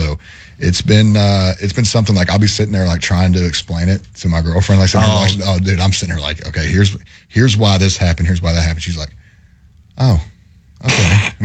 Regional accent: Kentucky, United States; it was a dream come true for me, to play for my home state, play for the Cats

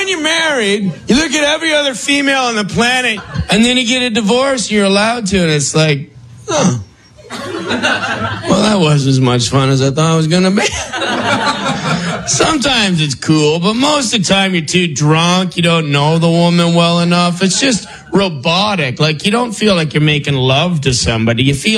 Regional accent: Canada; moved away; also born or lived in London; I'm from Canada, but I lived in London.

